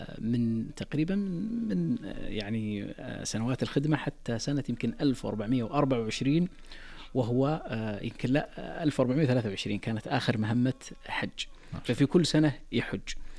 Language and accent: Arabic; Saudi Arabia; بيت عندنا في السعودية